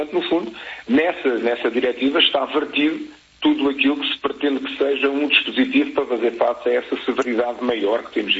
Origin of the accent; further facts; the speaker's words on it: Portugal; enquanto cidadãos, enquanto portugueses